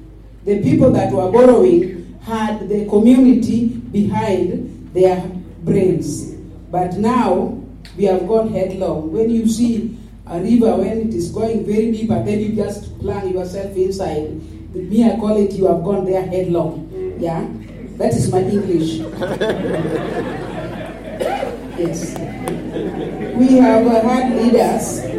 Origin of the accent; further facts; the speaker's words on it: Kisumu County, Kenya; from Kisumu County.